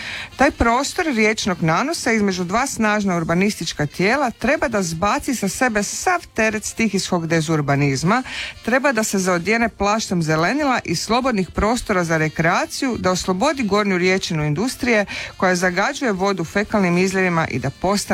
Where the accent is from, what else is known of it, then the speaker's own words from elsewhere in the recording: Zagreb, City of Zagreb, Croatia; born there; now in Rijeka, Croatia; ja sam iz Novog Zagreba kao